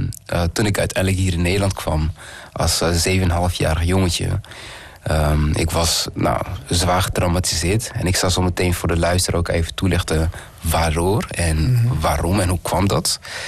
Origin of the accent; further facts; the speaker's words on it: Rwanda; moved away; ik ben geboren in Rwanda.